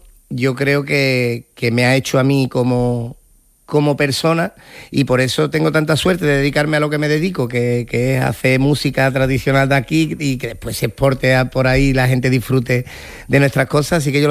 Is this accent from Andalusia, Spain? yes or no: yes; Seville, Andalusia, Spain; No solo de mi tierra de Sevilla, sino yo he bebido de Cádiz, de Málaga, de Granada.